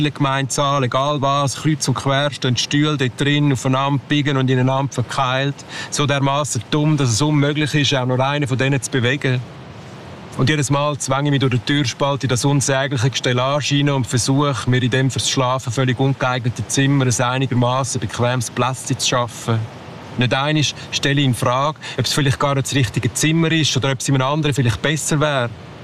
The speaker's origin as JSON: {"language": "German", "region": "Aargau", "country": "Switzerland", "tie": "born there", "said": "ich bin nicht in einer Kleinstadt aufgewachsen, ich bin auf dem Land aufgewachsen."}